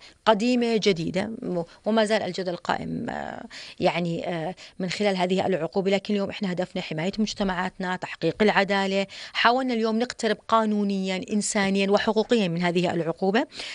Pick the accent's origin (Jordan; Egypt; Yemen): Jordan